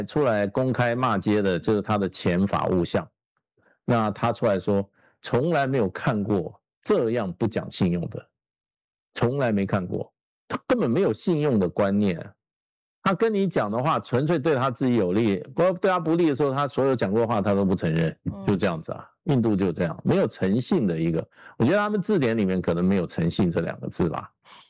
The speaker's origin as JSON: {"language": "Chinese", "country": "China"}